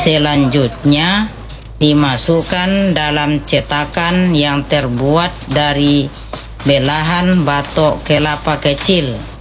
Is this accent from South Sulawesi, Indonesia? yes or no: yes; Langdah, South Sulawesi, Indonesia; Saya dari Desa Langdah, Kecamatan Buntu Batu, Kabupaten Pandregang.